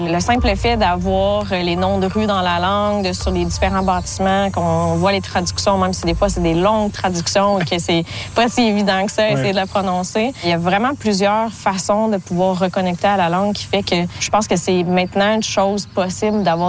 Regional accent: Odanak, Quebec, Canada; Oui, j'ai grandi à Odanak.

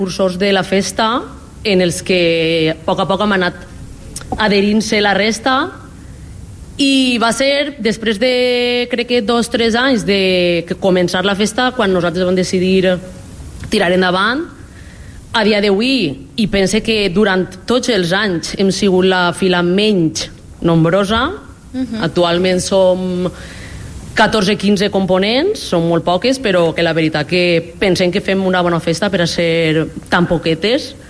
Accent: Montitxelvo, Valencian Community, Spain; jo no sóc d'ací i jo sóc també festera en el meu poble

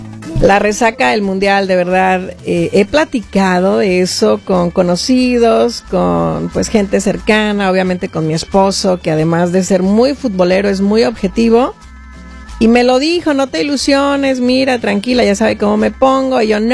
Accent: Mexico; born there; Nací en México y si volviera a nacer, preferiría, no importa que sufra lo mismo, pero quiero volver a ser mexicana.

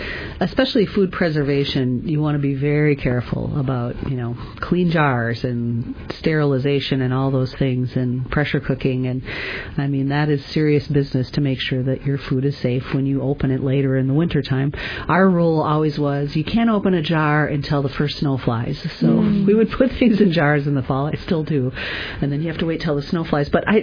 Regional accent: Midwest, United States; now in Alaska, United States; I grew up in Midwestern dairy farming families on both sides of my lineage, and those were hundreds of acres operations.

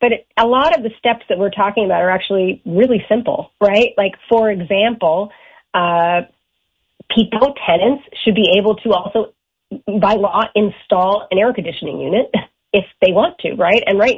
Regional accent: Newfoundland and Labrador, Canada; now in Ontario, Canada; I mean, I'm from Newfoundland originally.

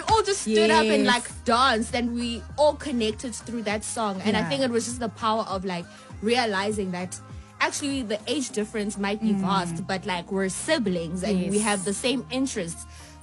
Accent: Queenstown, Eastern Cape, South Africa; we're from Queenstown. We grew up there.

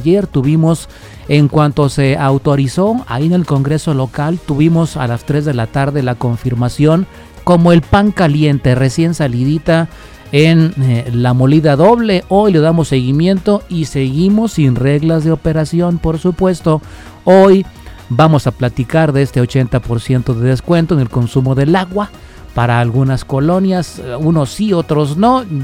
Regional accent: Guadalajara, Jalisco, Mexico; somos eso, tapatíos de cepa. Claro que sí, y aparte nos encanta, es bien chido ser de Guanatos.

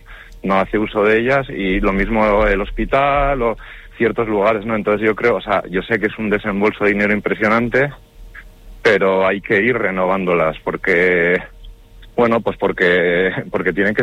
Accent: Vitoria-Gasteiz, Basque Country, Spain; No estoy en Zabalgana porque yo soy de la zona centro y mira, me pilla desmano, la verdad. Yo soy más de Judimendi, Arana, todos estos barrios más céntricos

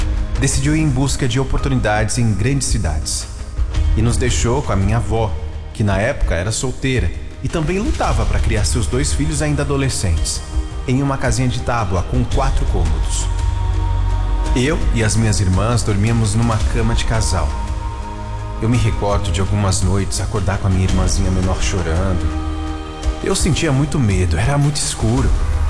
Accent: Ilhéus, Bahia, Brazil; Nasci na cidade de Ilhéus, na Bahia, onde passei um período da minha infância que não foi tão feliz assim.

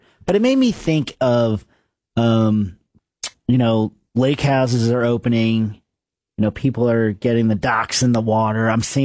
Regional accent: New Jersey, United States; moved away; where I grew up on the Jersey Shores

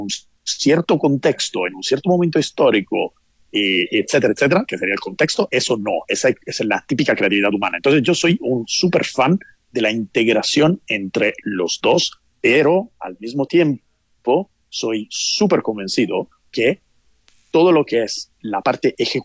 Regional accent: Italy; now in Spain; yo soy italiano, vivo en España, en Europa

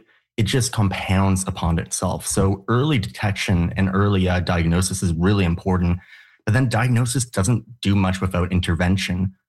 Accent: Canada; as a Canadian, I have a right to education.

